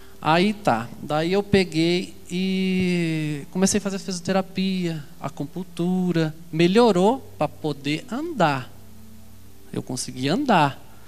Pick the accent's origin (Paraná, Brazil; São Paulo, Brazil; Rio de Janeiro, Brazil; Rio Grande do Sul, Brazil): Paraná, Brazil; Apucarana; encontrei uma senhora, que eu sou de lá de Apucarana, daí ela de lá.